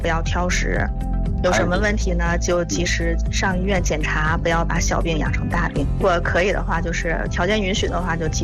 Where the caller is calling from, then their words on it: Tangshan, Hebei, China; 啊，对，我是唐山的。